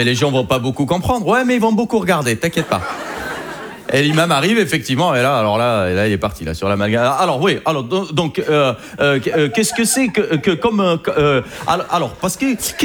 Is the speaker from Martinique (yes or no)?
no; Algeria; Je suis algérien. Je pense pas qu'il y en ait ce soir d'ailleurs, les Algériens.